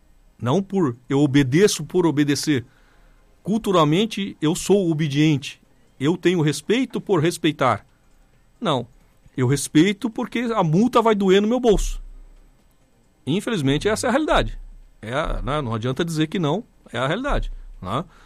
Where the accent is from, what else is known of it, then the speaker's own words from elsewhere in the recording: Brazil; nós somos brasileiros.